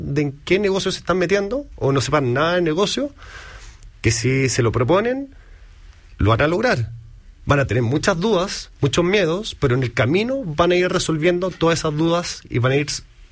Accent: Chile

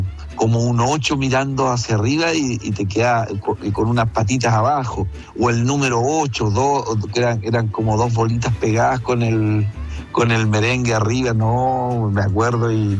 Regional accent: Villa Alegre, Maule, Chile; born or raised there; now in Santiago, Chile

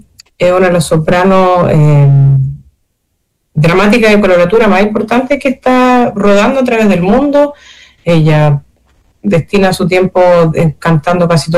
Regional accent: Chile; Bueno, obviamente como chilena me encantaría cantar en Chile, aquí en Santiago.

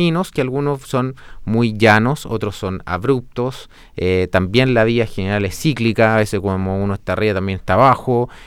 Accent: Rengo, O'Higgins, Chile; moved away; yo vengo de la región de O'Higgins, de una comuna que se llama Rengo

